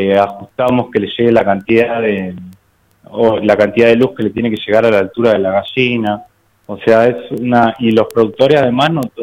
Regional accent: Río Turbio, Santa Cruz, Argentina; Soy de Río Turbio, sí, bueno, de la Agencia de Extensión Rural INTA Río Turbio.

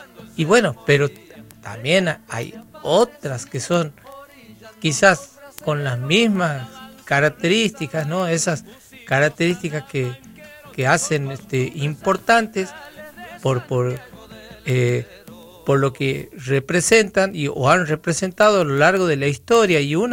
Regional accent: Santiago del Estero, Argentina; nosotros como buenos santiagueños

